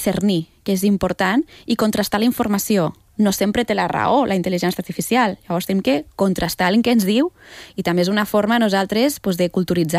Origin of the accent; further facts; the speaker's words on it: Catalonia, Spain; born there; I soc catalana, de cor, perquè jo he nascut aquí.